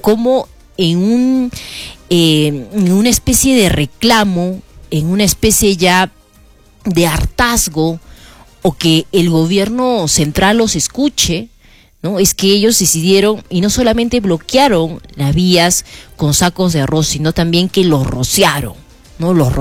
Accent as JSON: {"language": "Spanish", "region": "Arequipa", "country": "Peru", "said": "Desde nosotros como arequipeños"}